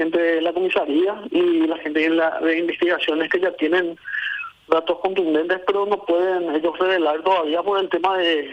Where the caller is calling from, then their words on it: Asunción, Paraguay; Yo vivo en Sajonia